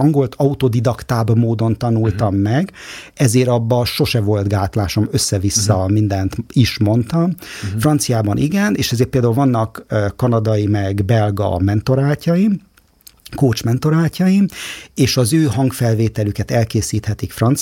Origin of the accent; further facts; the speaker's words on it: Budapest, Hungary; egy szobakonyhában nőttem fel gyakorlatilag, fürdőszoba nélkül, WC a gangom, tehát ilyen terézvárosi klasszikus bérlakás